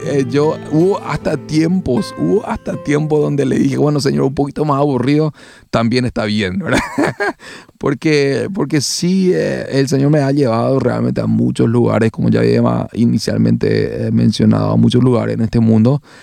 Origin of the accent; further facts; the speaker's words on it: Asunción, Paraguay; moved away as an adult; also born or lived in Canada / Germany / Switzerland; Yo nací, me crié en Asunción por gran parte de mi vida. Yo soy asunciano de Paraguay.